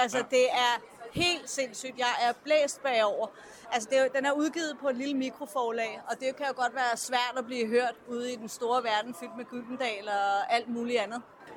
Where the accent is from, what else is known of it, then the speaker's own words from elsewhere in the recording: Copenhagen, Capital Region of Denmark, Denmark; Det er jeg. Er fra Vesterbro.